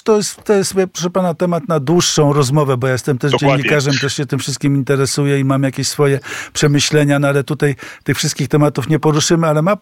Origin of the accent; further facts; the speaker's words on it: Warsaw, Masovian Voivodeship, Poland; No to akurat ja na Bielanach teraz mieszkam, a pochodzę z Międzylesia